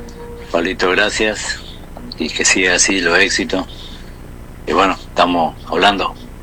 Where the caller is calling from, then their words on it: Argentina; Acá estamos con tu programa a full, a todo volumen, acá en el barrio Santa Rita.